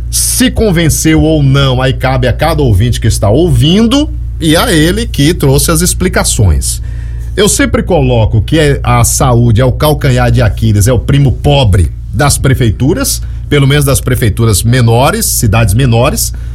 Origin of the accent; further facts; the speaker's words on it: Feira de Santana, Bahia, Brazil; now in Serra do Ramalho, Brazil; Feira de Santana, minha cidade natal, que tem quase 700 mil habitantes.